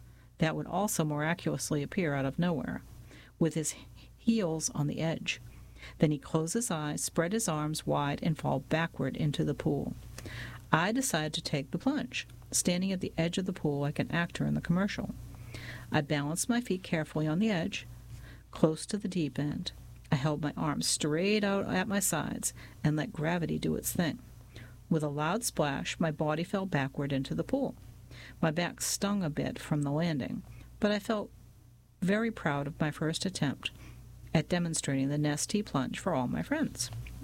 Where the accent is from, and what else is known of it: Howard, Kansas, United States; born or raised there